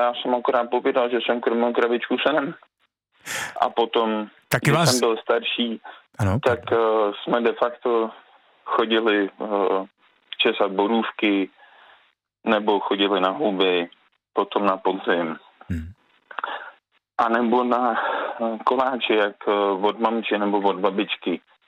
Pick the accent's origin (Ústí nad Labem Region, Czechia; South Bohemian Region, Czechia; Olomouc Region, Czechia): Ústí nad Labem Region, Czechia; Děčín; born there